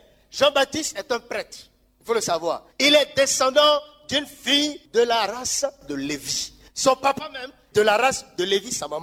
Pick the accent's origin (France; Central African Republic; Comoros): Central African Republic; parce que chez nous en Centrafrique, on appelle ça Kinda Gozo.